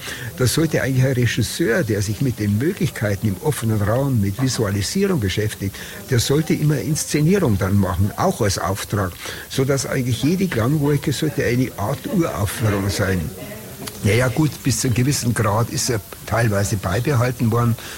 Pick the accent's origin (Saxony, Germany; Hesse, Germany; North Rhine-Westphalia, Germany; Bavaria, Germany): Bavaria, Germany; Munich; in meiner Heimatstadt München